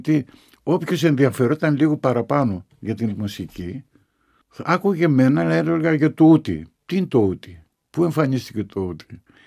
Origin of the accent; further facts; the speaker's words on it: Xanthi, Eastern Macedonia and Thrace, Greece; now in Thessaloniki, Greece; στην Ξάνθη που είναι η πατρίδα μου, η ιδιαίτερη πατρίδα